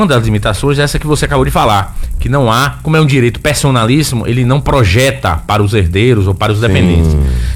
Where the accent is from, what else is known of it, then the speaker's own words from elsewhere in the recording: Lençóis, Bahia, Brazil; Nasci em Lençóis